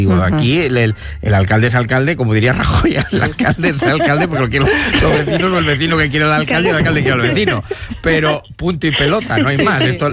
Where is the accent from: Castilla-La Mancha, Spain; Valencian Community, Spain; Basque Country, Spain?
Castilla-La Mancha, Spain; Fernán Caballero; el Fernán Caballero es mi pueblo